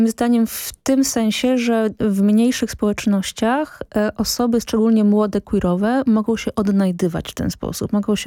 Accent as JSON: {"language": "Polish", "town": "Warsaw", "region": "Masovian Voivodeship", "country": "Poland", "said": "ja jestem z Warszawy"}